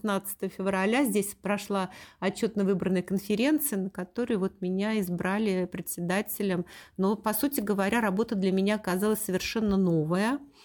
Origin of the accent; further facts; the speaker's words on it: Saint Petersburg, Russia; Я родилась в Ленинграде, в семье блокадников, и бабушка у меня с мамой здесь всю блокаду прожили, поэтому у нас вот эти традиции ленинградские, петербургские в семье всегда очень соблюдались и до сих пор как бы соблюдаются.